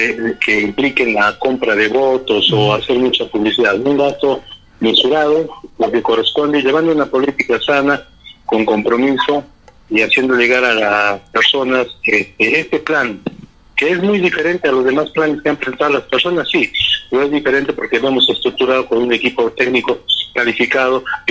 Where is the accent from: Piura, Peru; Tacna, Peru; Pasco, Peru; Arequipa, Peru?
Arequipa, Peru; Cayma; mi pueblo en Caima